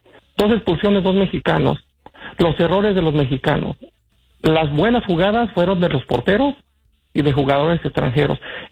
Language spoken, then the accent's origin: Spanish; Mexico; Yo sé en el lugar que estamos los mexicanos